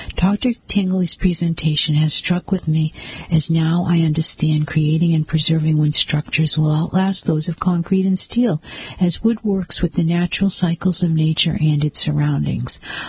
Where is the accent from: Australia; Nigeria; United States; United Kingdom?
Australia; who has worked on similar projects in my hometown in Australia